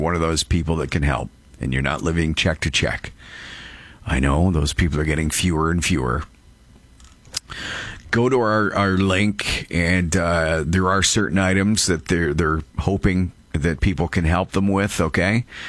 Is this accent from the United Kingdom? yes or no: no; Canada; although I'm a Canadian too, and understand it's protectionist versus protectionist here.